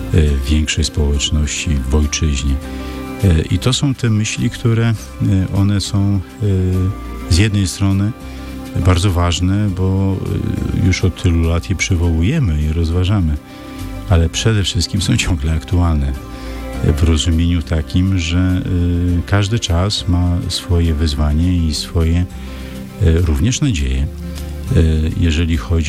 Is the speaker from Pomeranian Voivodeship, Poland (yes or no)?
no; Radom, Masovian Voivodeship, Poland; u nas w Radomiu